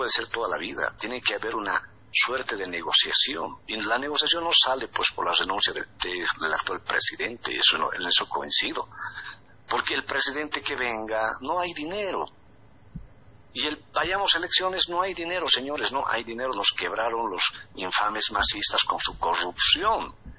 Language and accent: Spanish; Camacho Province, La Paz, Bolivia; now in La Paz, Bolivia; porque salgo del lado del lago. Yo me he criado en el lado de la provincia de Camacho. Yo siempre le he dicho alguna vez, yo soy aymara, pero primero soy boliviano.